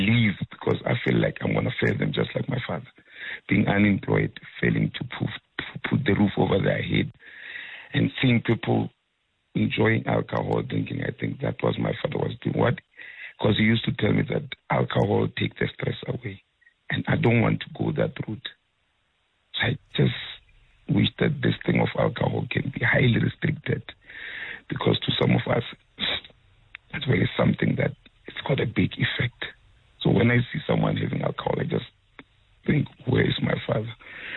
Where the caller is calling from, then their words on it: Tzaneen, Limpopo, South Africa; I come from Mampakati in Tzaneen